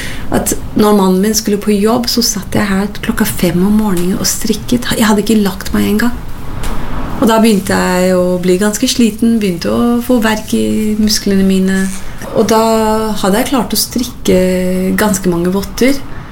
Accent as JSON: {"language": "Norwegian", "region": "Scotland", "country": "United Kingdom", "tie": "born or raised there", "moved": "yes", "lives_now": "Norway", "said": "er født og oppvokst i Skottland, kom til Norge i 1986 og har bodd her siden."}